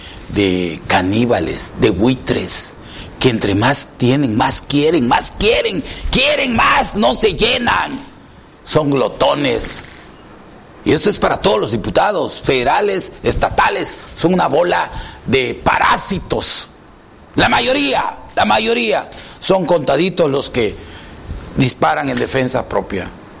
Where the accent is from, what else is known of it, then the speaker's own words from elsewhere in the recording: Mexico; Yo como mexicano